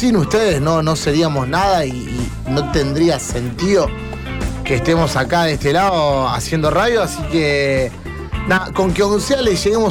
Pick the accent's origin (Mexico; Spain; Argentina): Argentina; Santa Fe; Me crié allá en Barrio Sinar. En la casa de mis abuelos